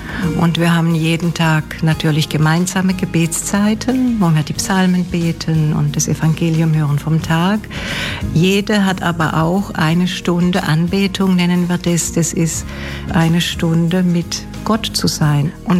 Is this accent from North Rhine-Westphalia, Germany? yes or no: no; Baden-Württemberg, Germany; moved away as an adult; now in Thuringia, Germany; Ich komme gebürtig aus dem Schwarzwald, aber als kleine Schwester war ich viel mit Sinti und Roma unterwegs und bin vor 10 Jahren zurückgekommen und seither bin ich jetzt hier in Thüringen, das ich schon auch sehr lieb gewonnen habe.